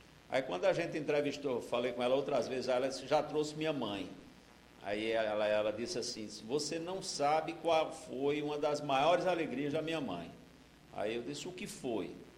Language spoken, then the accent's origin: Portuguese; Mari, Paraíba, Brazil; lá da minha cidade, Mari. Mari é a capital da minha república.